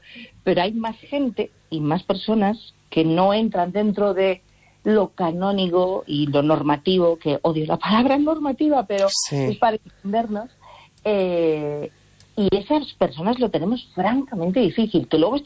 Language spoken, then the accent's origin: Spanish; Galicia, Spain; crié aquí y nací aquí y toda mi vida la he hecho aquí, ¿no? Y entonces, pues en ese sentido es como me siento muy gallega.